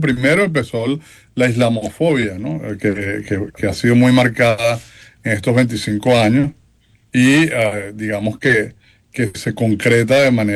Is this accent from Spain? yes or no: no; Venezuela; bueno, yo soy venezolano de origen